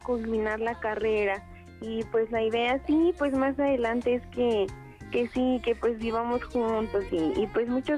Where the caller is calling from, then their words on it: Tlalnepantla, State of Mexico, Mexico; Hablo del Estado de México. Soy de Tlalnepantla.